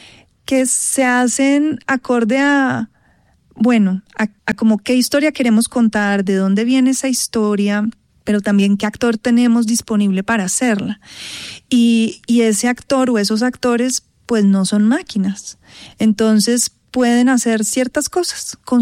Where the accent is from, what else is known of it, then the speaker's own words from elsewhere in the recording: Colombia; entonces te encuentras con alguien afuera y dices, no, pero ¿tú colombiana? Sí, pero hablas diferente, ¿no?